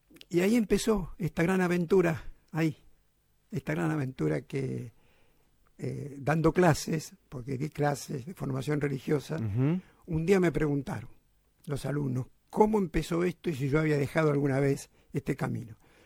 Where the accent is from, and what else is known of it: Quilmes, Buenos Aires Province, Argentina; born there; also born or lived in La Boca, Buenos Aires